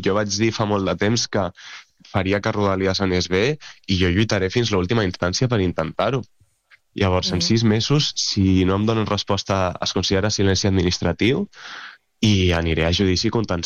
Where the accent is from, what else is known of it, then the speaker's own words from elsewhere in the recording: Pineda de Mar, Catalonia, Spain; moved away as an adult; now in Cerdanyola del Vallès, Spain; jo sóc de Pineda de Mar i ara visc a Cerdanyola.